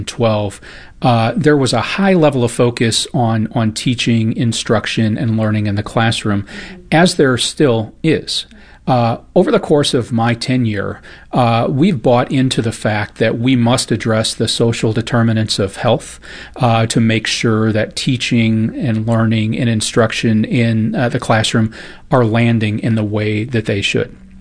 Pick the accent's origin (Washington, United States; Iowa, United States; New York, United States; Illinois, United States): Illinois, United States; now in St. Louis, United States; Yeah, so I'm not from the St. Louis area. Originally, I'm from just outside Chicago, and so hadn't been to St. Louis.